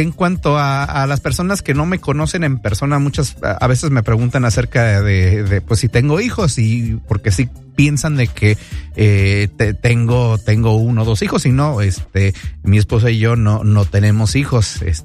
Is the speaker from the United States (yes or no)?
yes; Chicago, Illinois, United States; now in Cincinnati, United States; soy chicano, soy nacido aquí en Estados Unidos, y no, no nací, no crecí en México, crecí aquí en Estados Unidos, en Chicago, pero fue por mi familia, por mis hermanas, mi mamá y mi hermano, que pues me inculcaron lo que es el idioma natal, el español